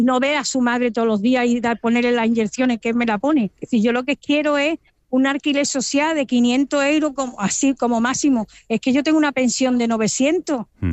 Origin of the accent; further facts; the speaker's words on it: Málaga, Andalusia, Spain; Si Málaga era maravillosa, soy una malagueña de pura cepa.